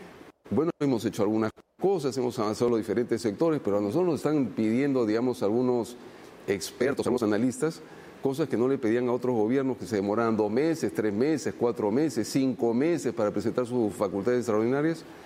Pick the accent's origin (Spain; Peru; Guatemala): Peru